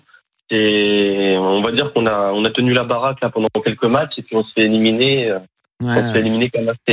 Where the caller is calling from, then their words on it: France; on est français